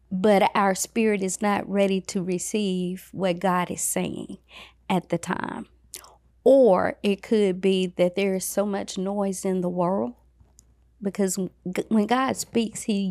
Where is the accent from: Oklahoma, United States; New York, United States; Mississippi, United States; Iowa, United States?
Mississippi, United States; Growing up in the Mississippi Delta, I had no knowledge of the Society of St. Vincent de Paul. The only knowledge I had of Catholic was the parish that I attended, St. Gabriel's Catholic Church, and the Oblate Sisters of Providence.